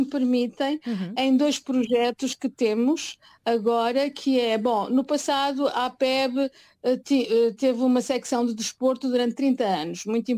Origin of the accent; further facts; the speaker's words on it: Porto, Norte, Portugal; also born or lived in Lisbon; now in Brussels, Belgium; eu sou do Porto, mas também já vivi em Lisboa, já trabalhei em Lisboa. Lisboa é uma das minhas cidades que está sempre no meu coração. Normalmente os tripeiros são muito bairristas, não é o meu caso.